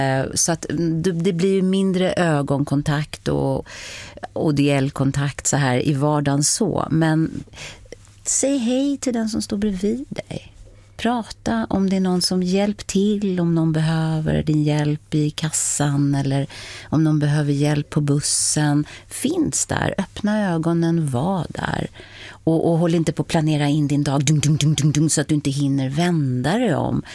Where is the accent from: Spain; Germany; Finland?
Spain; also born or lived in United States; Det kommer kanske från min latinska uppväxt, eftersom jag växte upp i Spanien och bott i Europa och bott i USA, där man pratar.